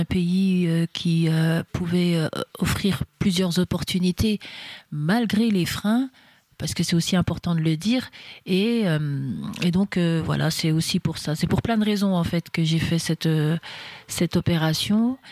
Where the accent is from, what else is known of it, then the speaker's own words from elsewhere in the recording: Remiremont, Grand Est, France; je suis née à Remiremont, donc je suis une fille des Vosges, hein